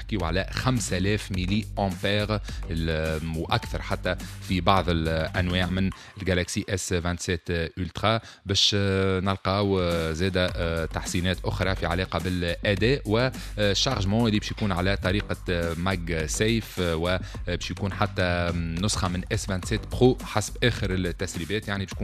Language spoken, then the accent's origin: Arabic; Tunisia; منتخبنا الوطني التونسي